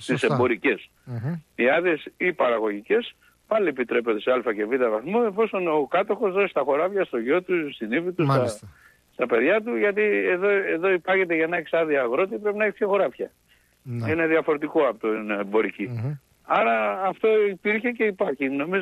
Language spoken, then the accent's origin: Greek; Thessaly, Greece; Εγώ είμαι από το Πήλιο, ας πούμε, και έρχομαι στην Αθήνα.